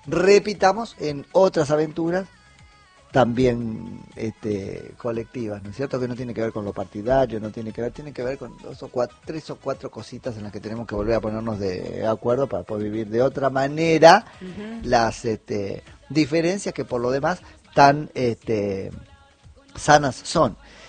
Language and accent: Spanish; Argentina; sí, no es que somos de la selección, somos argentinos.